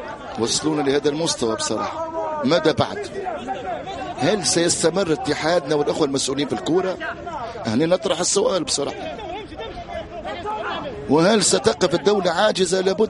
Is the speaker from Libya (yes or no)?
yes; Libya